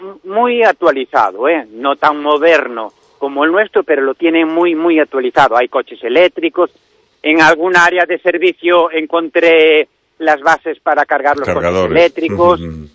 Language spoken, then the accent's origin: Spanish; Spain; soy un deportista español